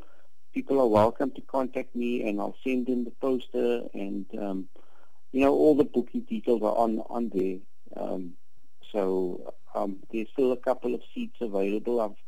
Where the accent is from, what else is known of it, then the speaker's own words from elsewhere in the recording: Mossel Bay, Western Cape, South Africa; also born or lived in Mamre / George; now in Cape Town, South Africa; Well, I'm actually not from Cape Town, based in Cape Town. I'm actually born in Mamre. I grew up in Mossel Bay. I went to school in George. So I'm a little bit from all over